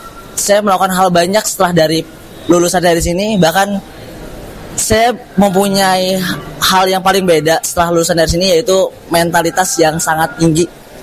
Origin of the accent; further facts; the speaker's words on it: Banten, Indonesia; Saya kebetulan dari Banten.